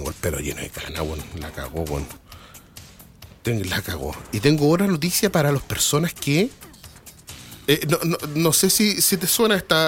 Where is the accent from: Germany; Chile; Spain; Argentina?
Chile; Santiago, Santiago Metropolitan Region; moved away as an adult; also born or lived in Lo Barnechea / Valparaíso; now in Melipilla, Chile; yo soy nacido y criado en Conchalí, los primeros asaltos, devoluciones. Viví en La Pincoya, ¿cachai? Viví después en Lo Barnechea. Yo viví en Playa Ancha.